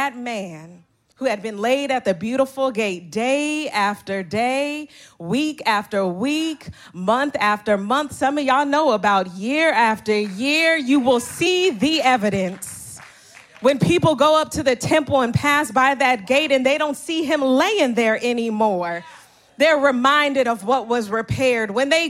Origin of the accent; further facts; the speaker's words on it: Oakland, California, United States; I'm really from Oakland.